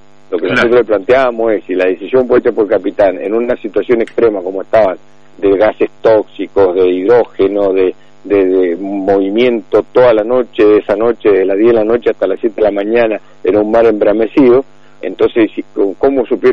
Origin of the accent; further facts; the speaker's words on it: Mendoza, Argentina; nosotros nacimos en Albino, uh-huh. nos criamos ahí